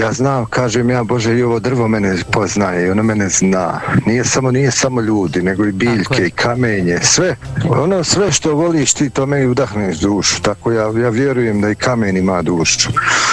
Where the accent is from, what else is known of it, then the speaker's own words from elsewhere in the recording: Bosnia & Herzegovina; Ja sam bio Bosanac